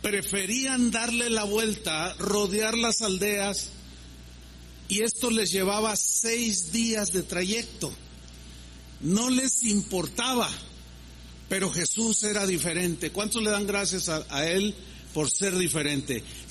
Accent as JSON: {"language": "Spanish", "country": "Mexico", "said": "Los mexicanos tenemos una cultura"}